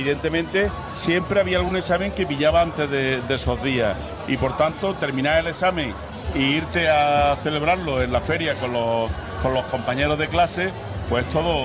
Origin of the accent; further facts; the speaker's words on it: Cardeña, Andalusia, Spain; también al ser de un pueblo pequeño, la única diversión, yo soy de Cardeña